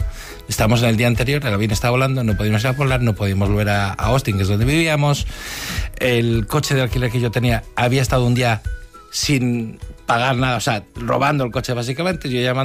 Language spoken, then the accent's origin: Spanish; Spain; Y dice, ¿de dónde sois? ¿Sois americanos? No, no, somos españoles. ¿Y queréis pasar de Estados Unidos a Canadá? Con una licencia de conducir de Texas, siendo españoles.